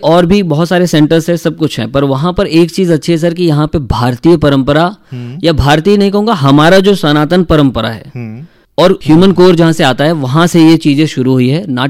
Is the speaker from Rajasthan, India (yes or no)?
no; Varanasi, Uttar Pradesh, India; मैं कहता हूँ कि मैं वाराणसी से आता हूँ या बनारस से मैंने शिक्षा ली